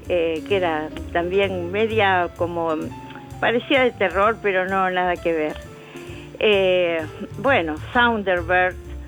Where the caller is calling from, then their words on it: Buenos Aires, Argentina; Te comento de Flores